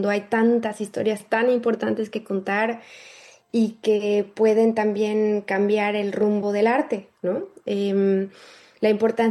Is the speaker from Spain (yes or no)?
no; Mexico; moved away as an adult; yo siento que como artista, ok, me tuve que salir de México para buscar a realizar un posgrado